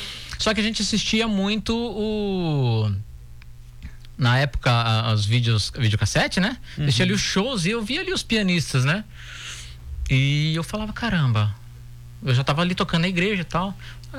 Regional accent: Registro, São Paulo, Brazil; moved away as an adult; also born or lived in Sorocaba, São Paulo; now in Lages, Brazil; sou paulista, né? Sou natural de Sorocaba. Né? É meio complicado. Eu moro em Lages, sou natural de Sorocaba, São Paulo, mas eu fui criado numa cidade que chama-se Registro.

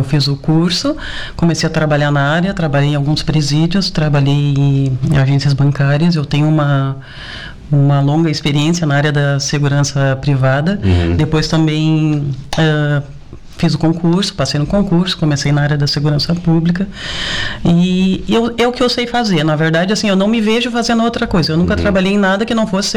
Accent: Canoas, Rio Grande do Sul, Brazil; moved away as an adult; now in Araranguá, Brazil; Eu sou de Canoas, né? Cidade do Rio Grande do Sul. Eu trabalhei um tempo lá na área da segurança privada, alguns anos. Uhum. Depois migrei para cá, mudei para cá. E desde então, em 2005, mudei para cá. Nunca mais voltei.

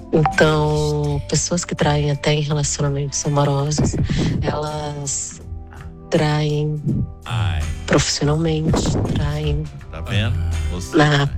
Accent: Porto Velho, Rondônia, Brazil; sou de Porto Velho, Rondônia.

